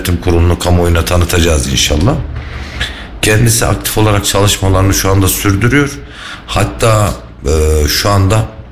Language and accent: Turkish; İncesu, Kayseri, Turkey; Ben 1981 İncesu doğumluyum. İncesuluyum.